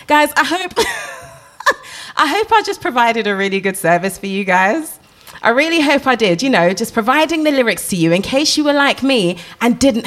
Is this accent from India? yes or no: no; Sierra Leone; I'm from Sierra Leone, yeah, and we speak Creole. I speak Creole, yeah.